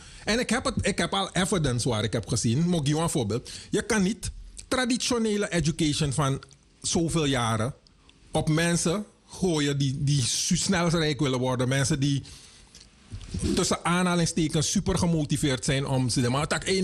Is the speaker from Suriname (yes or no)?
yes; Suriname; moved away; de Surinamer is in zijn hoofd de Amerikaan en geen Europeaan. Dus daarom, we zijn Nederlands opgevoed. Maar in ons hoofd zijn we Amerikanen, want we kijken naar Amerikaanse media.